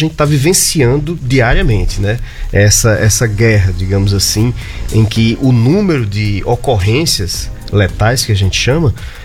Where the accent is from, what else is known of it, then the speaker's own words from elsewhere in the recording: Mossoró, Rio Grande do Norte, Brazil; Eu fui criado em Mossoró, nasci em Mossoró e sou mossoroense.